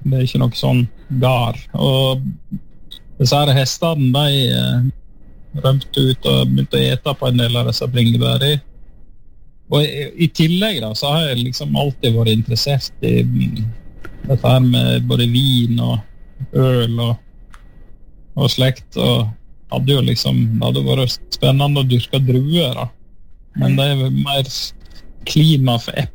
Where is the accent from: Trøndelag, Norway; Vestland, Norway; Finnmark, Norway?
Vestland, Norway; Leikanger; also born or lived in Bergen; now in Skjolden, Norway; Kona med …, og jeg er fra Leikanger, da.